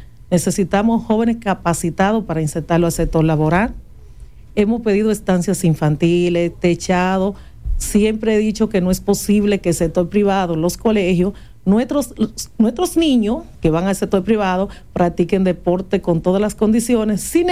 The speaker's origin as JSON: {"language": "Spanish", "region": "Santiago", "country": "Dominican Republic", "tie": "born there", "lives_now": "Santiago de los Caballeros, Dominican Republic", "said": "En el caso de Juncalito, que es mi distrito donde nací, de donde vengo, pero hago vida en los barrios de Santiago"}